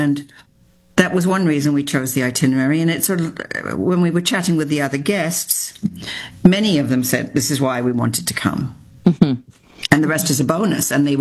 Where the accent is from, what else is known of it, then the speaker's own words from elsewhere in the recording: England, United Kingdom; born there; my dad was a Canadian in the RCAF, even though I was born in England.